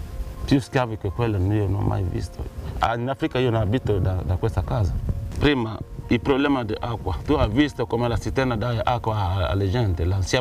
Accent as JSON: {"language": "Italian", "country": "Burkina Faso", "second_language": "Italian", "lives_now": "Italy", "said": "vengo da Burkina Faso."}